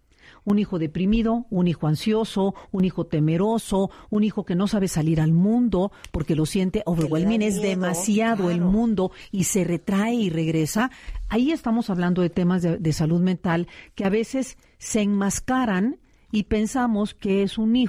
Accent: Veracruz, Mexico; moved away; also born or lived in Puebla; yo soy de Veracruz y mi salir al mundo fue ir de Veracruz a Puebla.

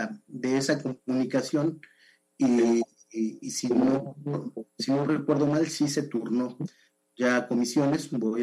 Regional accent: Iztapalapa, Mexico City, Mexico; born there; desacreditándome porque nací en Iztapalapa. Entonces decían que no soy suficientemente oaxaqueño

